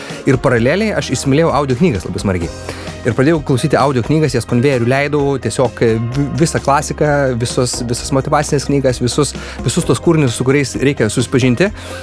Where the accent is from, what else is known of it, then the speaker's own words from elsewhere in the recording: Panevėžys, Panevėžys County, Lithuania; moved away as an adult; also born or lived in Vilnius; now in Norway; aš esu panevėžietis, gimęs ir augęs panevėžyje, paskui išvažiavau mokytis į Vilnių, pasimokiau, dirbu Vilniuje, susiradau meilę, išvažiavom į Norvegiją